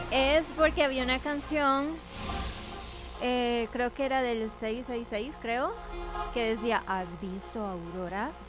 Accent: San Salvador, El Salvador; Soy de San Salvador, de acá, de la capital del mundo

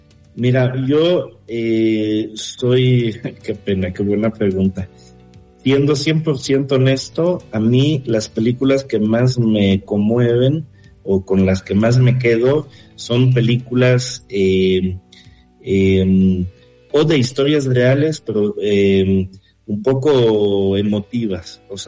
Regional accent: France; Spanish is a second language; now in Mexico; Pues yo, como buen francés, ahí no te puedo mentir, le voy a Francia.

